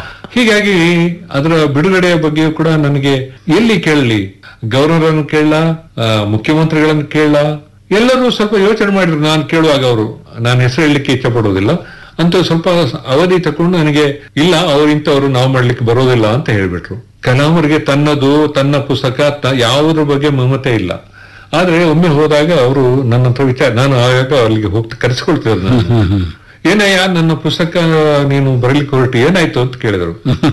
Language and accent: Kannada; Puttur, Karnataka, India; born or raised there